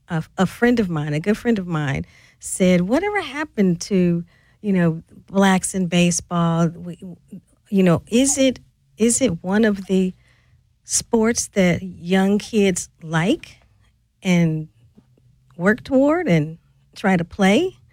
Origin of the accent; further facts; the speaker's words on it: St. Louis, Missouri, United States; I grew up in St. Louis.